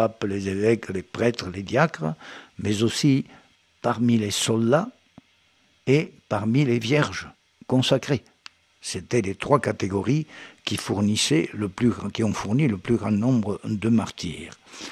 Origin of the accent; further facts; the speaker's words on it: Provence-Alpes-Côte d'Azur, France; à Simiès, chez nous, en Provence, près de Nice